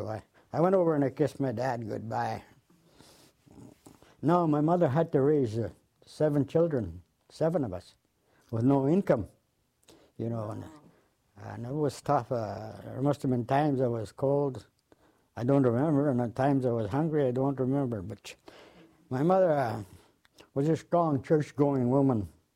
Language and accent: English; Moosonee, Ontario, Canada; that's where I grew up in Moose Knee.